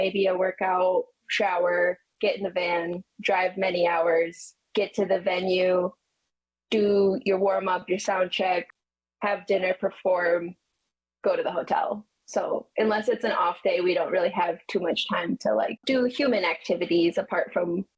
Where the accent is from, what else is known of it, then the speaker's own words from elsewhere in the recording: Michigan, United States; but you know, we're from Michigan, so dolphin sightings are, you gotta pay for those.